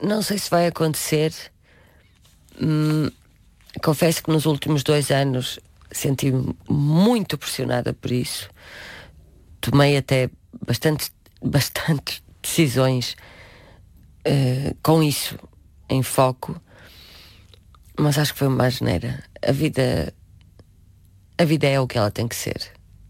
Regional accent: Minho, Portugal; born there; accent: northern (Minho); now in Lisbon, Portugal

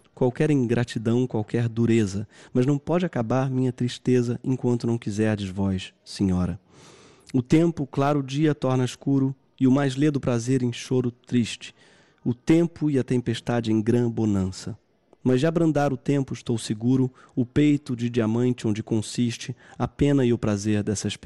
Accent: Brazil; accent: Brazilian; Desculpem o sotaque brasileiro

